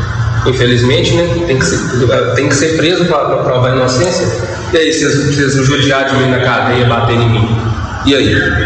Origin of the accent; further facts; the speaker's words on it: Novo Cruzeiro, Minas Gerais, Brazil; sou do Novo Cruzeiro.